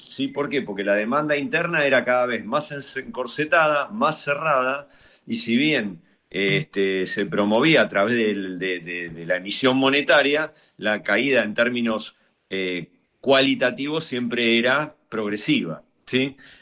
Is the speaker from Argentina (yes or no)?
yes; Argentina